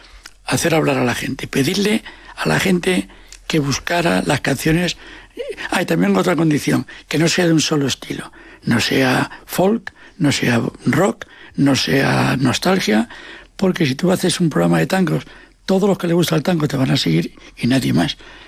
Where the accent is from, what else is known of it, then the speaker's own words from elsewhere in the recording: Asturias, Spain; Como yo soy asturiano, digo, ¿de dónde?